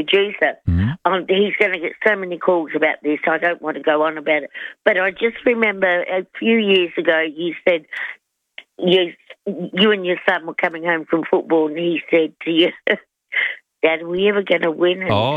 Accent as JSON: {"language": "English", "town": "Adelaide", "region": "South Australia", "country": "Australia", "said": "Even though I'm from Adelaide, as you know, I've travelled around."}